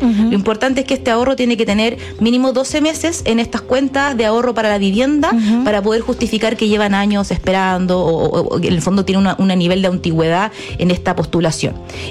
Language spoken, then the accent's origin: Spanish; Buenos Aires, Argentina; te conozco desde muy chica, uh-huh, también, soy porteña